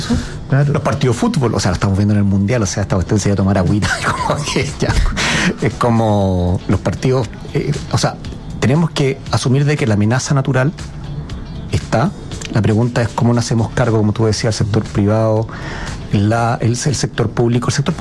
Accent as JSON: {"language": "Spanish", "town": "Iquique", "region": "Tarapacá", "country": "Chile", "said": "El plan de adaptación regional de Tarapacá, sí, que soy de Iquique, ya lo incluye."}